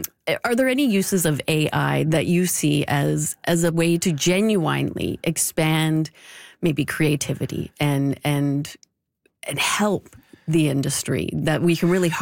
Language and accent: English; Canada; in Canada as well, we sort of live under that shadow